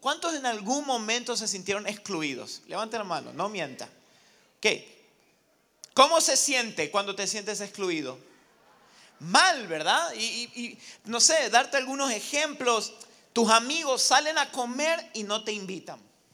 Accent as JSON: {"language": "Spanish", "country": "Argentina"}